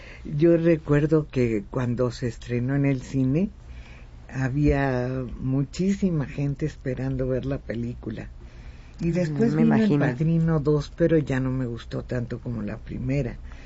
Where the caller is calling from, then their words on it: Tlalpujagua, Michoacán, Mexico; de Tlalpujagua.